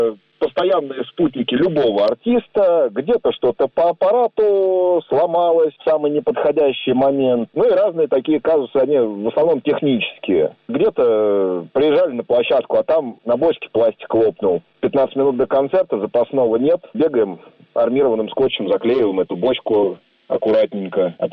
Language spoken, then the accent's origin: Russian; Moscow, Russia; Собираем в Можайске обычно несколько больше народу, чем у себя на родине в Москве.